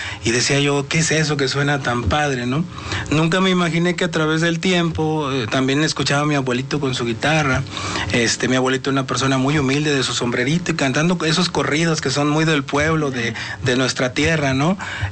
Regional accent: Veracruz, Mexico; now in Puebla, Mexico; Para mí, siento que soy poblano veracruzano, comparto mi corazón en dos porque aquí nací y allá crecí, ¿no? Entonces hoy actualmente ya estamos viviendo aquí en Puebla

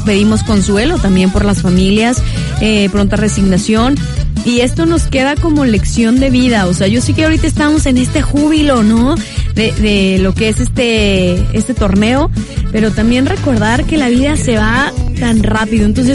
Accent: Mexico; demostrar por qué somos mexicanos y que México es el ombligo del mundo.

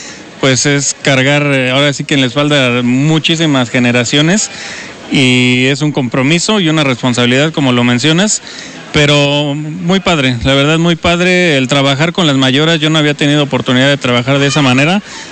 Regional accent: Hidalgo, Mexico; moved away as an adult; now in Puebla, Mexico; soy de Hidalgo.

